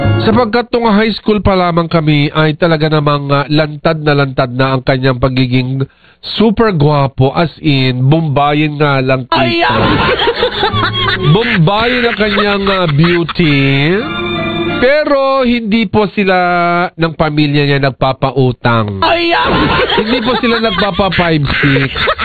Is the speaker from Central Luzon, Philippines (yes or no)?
yes; Talavera, Central Luzon, Philippines; Tita, ako po ay taga Talavera City, Nueva Ecija, 27 anyos.